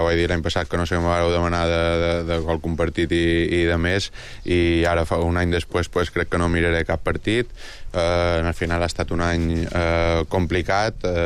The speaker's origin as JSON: {"language": "Catalan", "region": "Balearic Islands", "country": "Spain", "said": "Com a mallorquí i mallorquinista"}